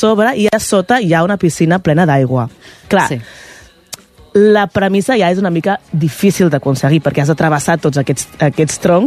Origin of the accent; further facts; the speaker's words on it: Hostalets de Balanyà, Catalonia, Spain; El meu poble, Hostalets de Balanyà, va participar-hi.